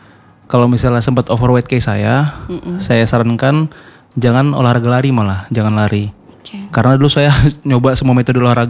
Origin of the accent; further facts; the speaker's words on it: Bekasi, West Java, Indonesia; Saya kan asal Bekasi ya.